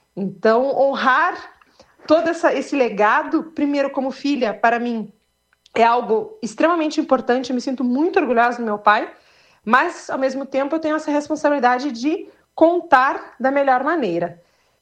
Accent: Vacaria, Rio Grande do Sul, Brazil; moved away; Eu não nasci em Vacaria, mas eu tenho um respeito muito grande pela cidade, porque foi a terra que a minha família escolheu viver. Eu fui criada aí. E a terra que acolheu tanto a família do lado materno quanto paterno.

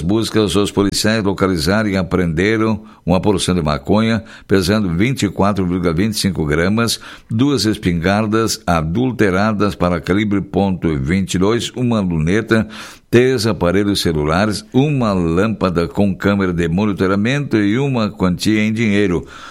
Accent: Esmeralda, Rio Grande do Sul, Brazil; moved away; daquela região lá da minha terra Esmeralda

